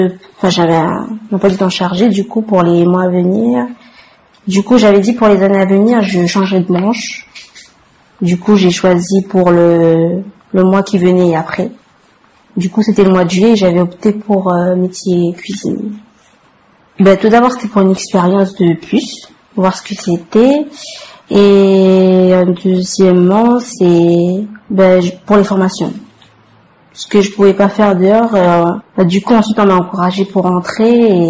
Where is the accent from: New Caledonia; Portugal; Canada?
New Caledonia; Canala, North Province; j'ai 21 ans, je suis originaire de Kanala Ponérewan